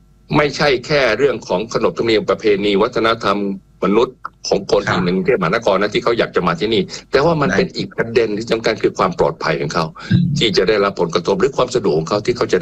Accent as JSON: {"language": "Thai", "region": "Bangkok", "country": "Thailand", "said": "ผมภูมิใจฮะในฐานะคนกรุงเทพ"}